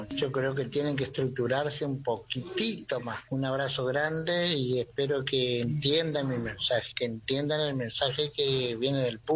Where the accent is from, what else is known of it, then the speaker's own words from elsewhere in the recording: Monte Caseros, Corrientes, Argentina; soy de Montecasero Corrientes